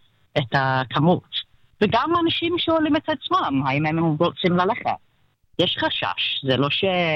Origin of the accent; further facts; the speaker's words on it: Manchester, North West England, United Kingdom; גדלתי במנצ'סטר, הייתי בבית ספר יהודי